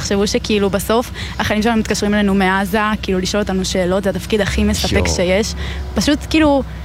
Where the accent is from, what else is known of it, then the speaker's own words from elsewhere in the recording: Kokhav Yair, Central District, Israel; מכוכב יאיר.